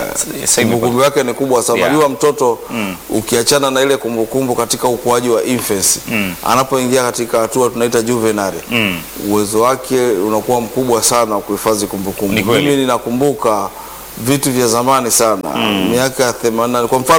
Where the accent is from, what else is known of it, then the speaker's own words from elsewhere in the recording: Simiyu, Tanzania; mkoa wangu una wasomi sana, sababu mimi natoka Simiyu.